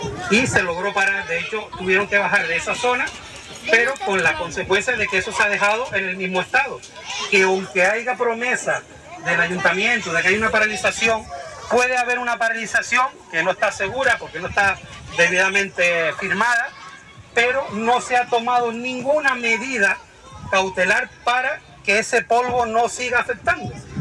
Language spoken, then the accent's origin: Spanish; Santa Cruz de Tenerife, Canary Islands, Spain; now in Güímar, Spain; Porque yo soy de Santa Cruz, vivo en Guima, ¿y qué hago yo en Chimiche?